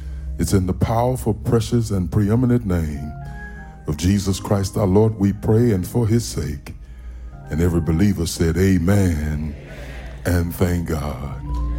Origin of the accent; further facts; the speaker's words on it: Baton Rouge, Louisiana, United States; I'm from Baton Rouge, Louisiana